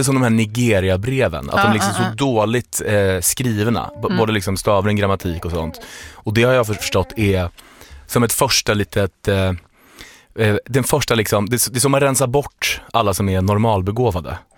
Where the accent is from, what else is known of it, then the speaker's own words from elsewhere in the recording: Norway; Ja, men jag är norsk.